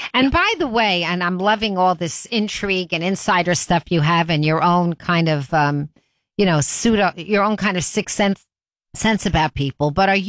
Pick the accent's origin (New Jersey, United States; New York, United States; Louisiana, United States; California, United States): New York, United States; Because I grew up on Long Island and she thought that I was too classy for my community.